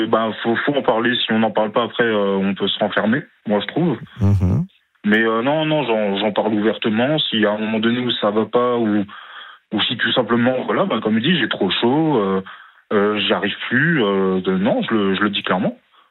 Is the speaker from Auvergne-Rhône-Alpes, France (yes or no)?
no; Grand Est, France